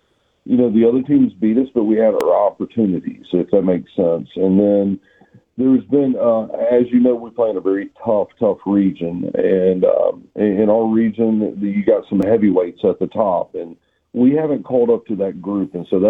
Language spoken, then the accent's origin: English; Memphis, Tennessee, United States; now in Chattanooga, United States; I grew up in Memphis.